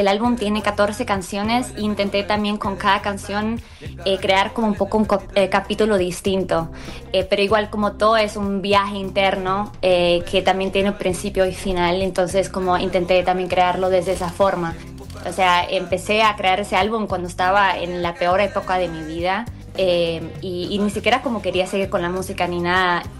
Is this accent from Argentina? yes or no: no; Colombia; also born or lived in Germany; como soy colombo alemana, he crecido en distintos también países, con distintas lenguas.